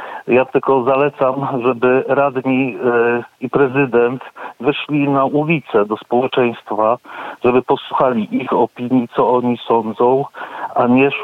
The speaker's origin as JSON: {"language": "Polish", "town": "Rzeszów", "region": "Subcarpathian Voivodeship", "country": "Poland"}